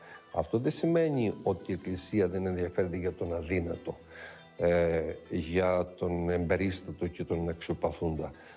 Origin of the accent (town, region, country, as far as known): Greece